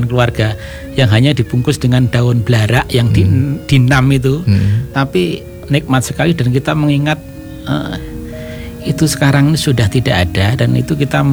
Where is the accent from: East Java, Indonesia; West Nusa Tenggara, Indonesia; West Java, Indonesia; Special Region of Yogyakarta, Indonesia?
Special Region of Yogyakarta, Indonesia; Cangkringan; Saya ini dari Sleman pak, dari Cangkringan